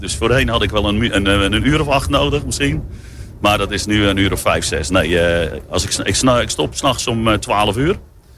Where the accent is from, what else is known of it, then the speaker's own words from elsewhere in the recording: Katwijk aan Zee, South Holland, Netherlands; En ik kom zelf uit Katwijk aan zee. Dus ja, dat zat er wel in allemaal.